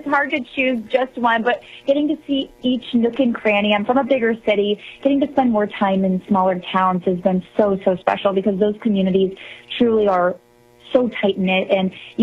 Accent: Kansas City, Missouri, United States; I'm from the Kansas City area. I went to school in Northwest Missouri up at Northwest Missouri State.

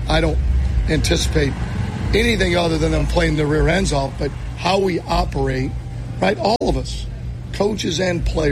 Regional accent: Illinois, United States; I grew up outside of Chicago, and all my family, my wife's family's from there, my family being from there, that's pretty cool.

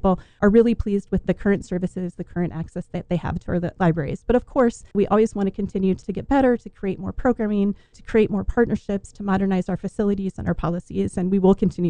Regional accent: Des Moines, Iowa, United States; I grew up in Des Moines. I attended Des Moines Public Schools, so Greenwood and Callanan and Roosevelt.

